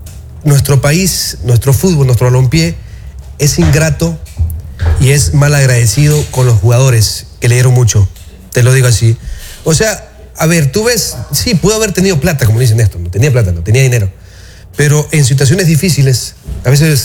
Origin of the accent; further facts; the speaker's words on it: Chone, Manabí, Ecuador; Yo soy de Chon